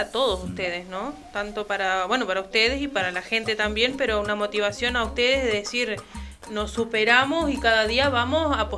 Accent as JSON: {"language": "Spanish", "town": "Baltasar Brum", "region": "Artigas", "country": "Uruguay", "said": "Yo soy de Baltasar Brum. Baltasar Brum queda a 45 kilómetros de Bella Unión. En el departamento de Artigas."}